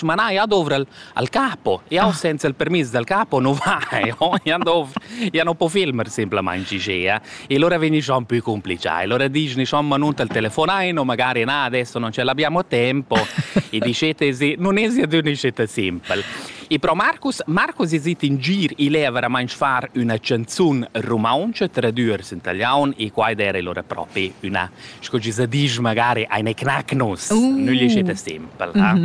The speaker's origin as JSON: {"language": "Italian", "country": "Switzerland", "said": "io sono della Svizzera"}